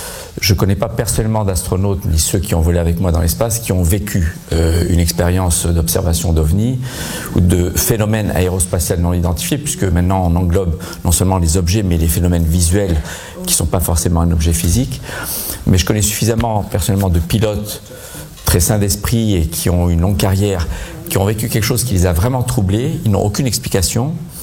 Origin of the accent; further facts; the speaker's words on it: France; je suis français